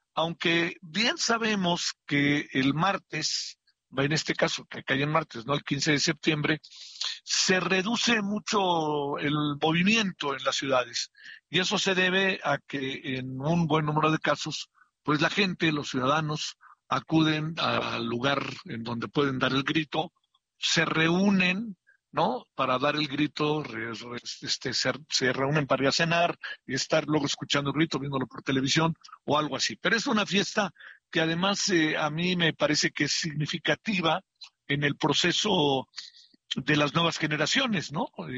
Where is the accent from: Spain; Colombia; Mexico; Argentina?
Mexico